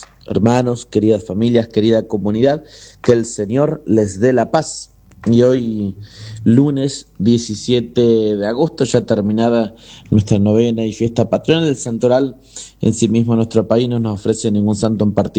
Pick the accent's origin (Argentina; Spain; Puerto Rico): Argentina; como argentinos también hoy recordamos el paso a la inmortalidad del general don José de San Martín